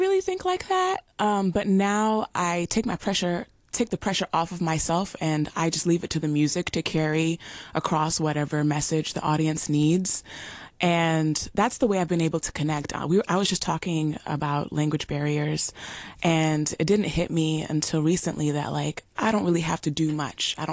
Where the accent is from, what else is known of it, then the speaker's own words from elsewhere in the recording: Jamaica; Like I said, I'm Jamaican, so I love cooking Jamaican food.